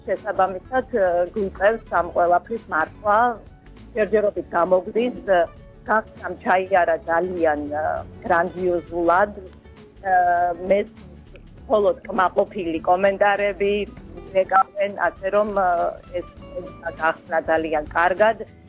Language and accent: Georgian; Guria, Georgia; მე გურული ვარ.